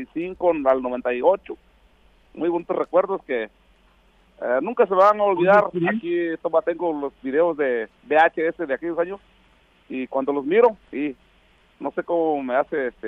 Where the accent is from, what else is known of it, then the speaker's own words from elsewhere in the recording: Santa María Tindú, Oaxaca, Mexico; moved away as an adult; now in Oregon, United States; Soy del pueblo de Santa María Tindú, allá están mis papás, mis tíos